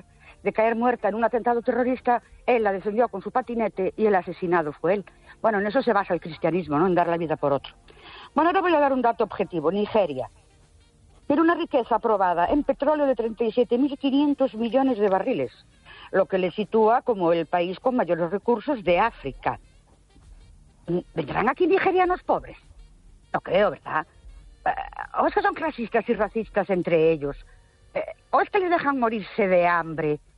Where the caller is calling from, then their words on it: Ourense, Galicia, Spain; soy … de Orense